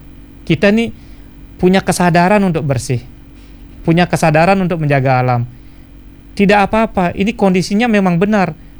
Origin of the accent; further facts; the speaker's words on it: Bali, Indonesia; Kalau saya sendiri, Mbak, di Bali sebagai orang Bali